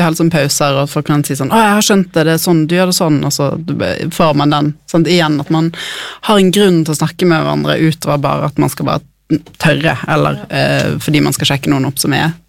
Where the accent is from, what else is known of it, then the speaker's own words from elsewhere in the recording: Bergen, Vestland, Norway; Dere hører jo på dialekten min, jeg er fra Bergen.